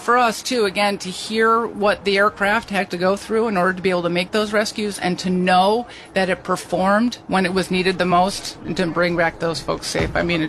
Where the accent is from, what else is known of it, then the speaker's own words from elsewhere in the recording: Connecticut, United States; moved away as an adult; I grew up in Connecticut